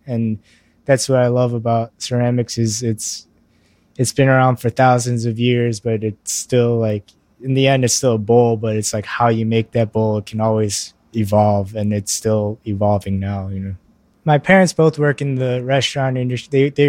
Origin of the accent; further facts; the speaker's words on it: United States; born there; I'm Korean, or my parents are from Korea, and so I'm Korean American because I was born in America.